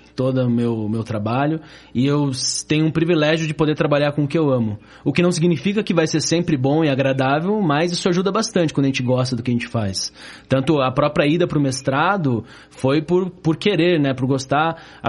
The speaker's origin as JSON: {"language": "Portuguese", "town": "Curitiba", "region": "Paraná", "country": "Brazil", "tie": "born or raised there", "said": "Eu nasci aqui em Curitiba mesmo, William."}